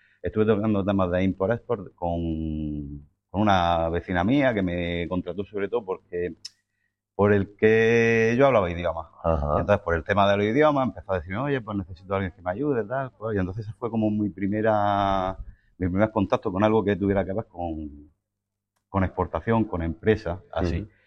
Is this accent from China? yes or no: yes; China